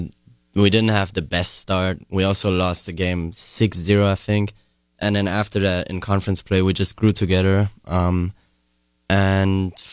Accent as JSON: {"language": "English", "town": "Munich", "region": "Bavaria", "country": "Germany", "moved": "as an adult", "lives_now": "United States", "said": "I'm from Munich, from Germany. I'm a junior here, and I just wanted to come to the U.S."}